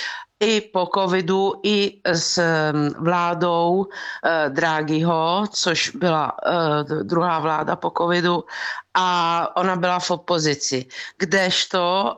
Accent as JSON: {"language": "Czech", "town": "Bari", "region": "Apulia", "country": "Italy", "second_language": "Czech", "lives_now": "Czech Republic", "said": "Je to výjimečné, proto to taky slavila a slavila to v Bari, což je moje město."}